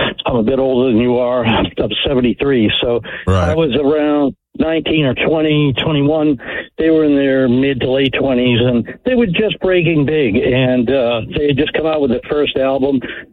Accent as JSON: {"language": "English", "town": "Newton", "region": "Massachusetts", "country": "United States", "tie": "born or raised there", "moved": "yes", "said": "I'm from Boston and grew up in Newton, which is a suburb of Boston"}